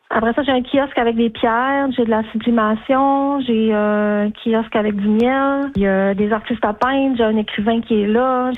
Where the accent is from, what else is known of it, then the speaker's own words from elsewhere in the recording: Saint-Ambroise, Quebec, Canada; Moi, personnellement, je viens de Saint-Ambroise. Je ne demeure plus là, mais je suis originaire de Saint-Ambroise. Fait que j'ai ma mère qui est là aussi.